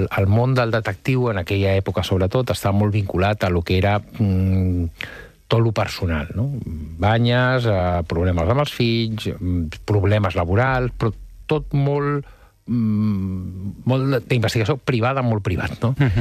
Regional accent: Barcelona, Catalonia, Spain; jo vinc d'una família més o menys acomodada, soc de jesuïtes de Sarrià, o sigui, sí, vinc d'una família de classe mitja alta de la ciutat de Barcelona, molt clàssica i molt típica

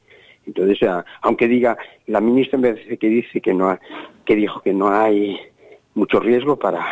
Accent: Ares, Galicia, Spain; now in Cambados, Spain; mi pueblo era muy marinero, de Ares

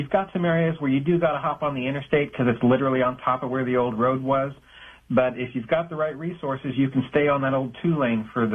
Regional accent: Tulsa, Oklahoma, United States; Tulsa, right here, which is my hometown

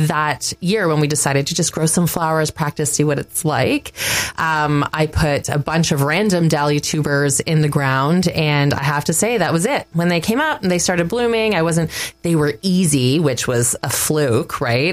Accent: Haliburton, Ontario, Canada; I was born and raised here in Haliburton and lived on a beautiful farm on Ritchie Falls Road

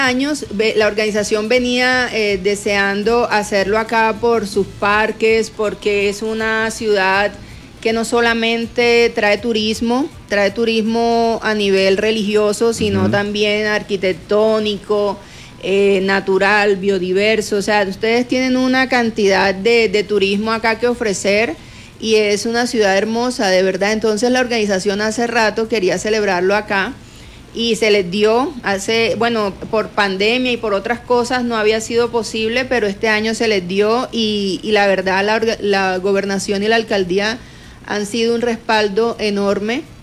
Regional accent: Montería, Córdoba, Colombia; nosotros venimos, mi hija y yo venimos de Montería, Córdoba.

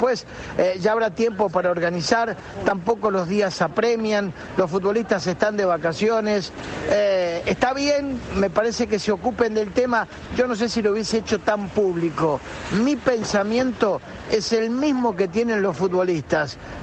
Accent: Argentina; Mauri, viste cómo es, somos argentinos, es todo complicado, hasta en las buenas, ¿no?

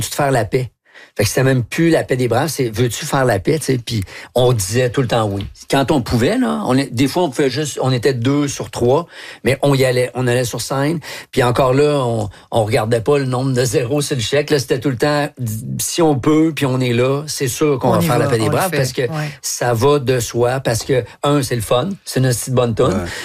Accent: Quebec, Canada; moi, je viens du Québec, mes parents viennent de la Côte-Nord, j'ai des amis de partout dans le monde, et je connais aucune Première Nation.

